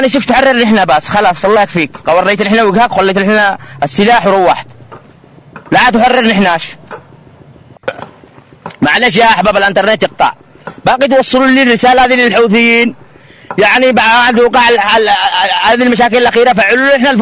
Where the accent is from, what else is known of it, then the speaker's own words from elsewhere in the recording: Taiz, Taiz Governorate, Yemen; نحن ابناء تعز